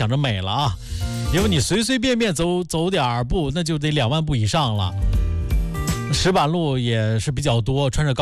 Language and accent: Chinese; Handan, Hebei, China; 也欢迎大家去到邯郸啊，我的家乡，去好好转一转看一看。